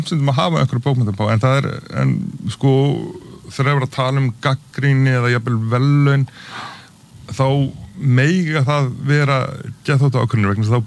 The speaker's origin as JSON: {"language": "Icelandic", "country": "United Kingdom", "tie": "born or raised there", "also_born_or_lived": "Norway", "said": "þá hérna ólst ég upp í Bretland og Noregi sem að hérna sem nú kannski ekki mjög langt í burtu"}